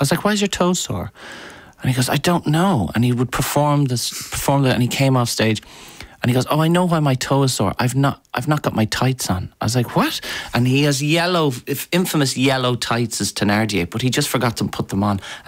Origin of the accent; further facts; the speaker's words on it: Navan, County Meath, Ireland; born there; I grew up in St Mary's Musical Society in Navan